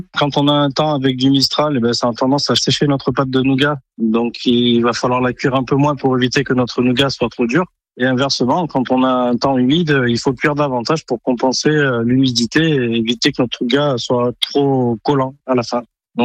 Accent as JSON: {"language": "French", "town": "Montélimar", "region": "Auvergne-Rhône-Alpes", "country": "France", "tie": "born there", "said": "Je suis issu d'une famille montilienne et c'est pour ça qu'on est dans le nougat. Je suis né à Montélimar comme ma grand-mère et ma maman"}